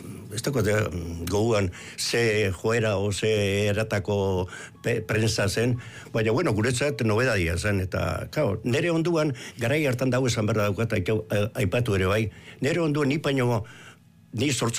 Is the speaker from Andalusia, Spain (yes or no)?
no; Basque Country, Spain; euskeran egoera ikusita guk nola euskalduna ginen, ba euskeraz egitea proposatu gendun